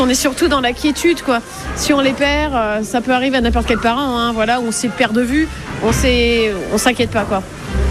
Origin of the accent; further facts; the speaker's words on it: Aix-en-Provence, Provence-Alpes-Côte d'Azur, France; Nous, on est d'Aix-en-Provence et on vient souvent dans le coin